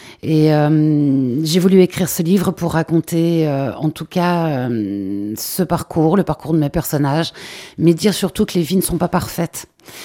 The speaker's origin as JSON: {"language": "French", "town": "Saint-Vaast", "region": "Wallonia", "country": "Belgium", "said": "Et oui, je suis de Saint-Va, juste à côté de la Louvière."}